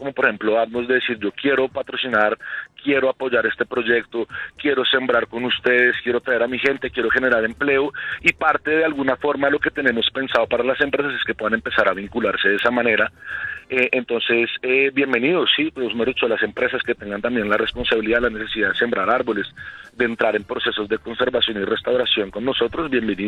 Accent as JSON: {"language": "Spanish", "region": "Bogotá", "country": "Colombia", "said": "para que en verdad podamos en verdad identificarnos como bogotanos, colombianos"}